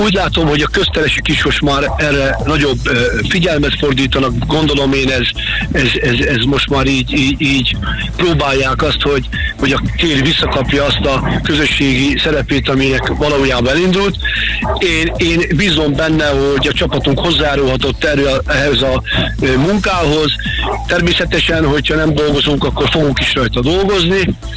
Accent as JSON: {"language": "Hungarian", "town": "Salgótarján", "region": "Nógrád", "country": "Hungary", "said": "Én nagyon büszke vagyok Salgótarjára, és nagyon szeretem."}